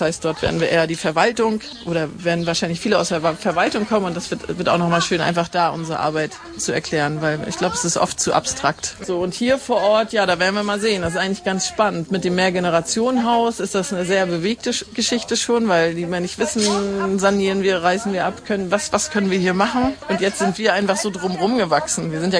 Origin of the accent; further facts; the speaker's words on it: Northern Germany, Germany; Ich komme aus dem Norden, also die ist komplex.